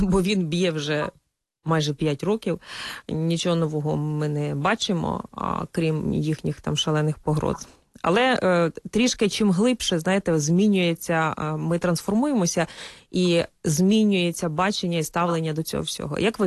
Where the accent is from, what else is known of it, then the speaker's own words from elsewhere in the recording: Sumy Oblast, Ukraine; на моїй рідній Сумщині